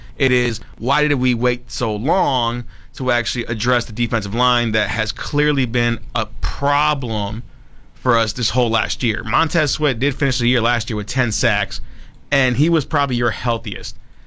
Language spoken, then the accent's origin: English; Chicago, Illinois, United States; as a Chicagoan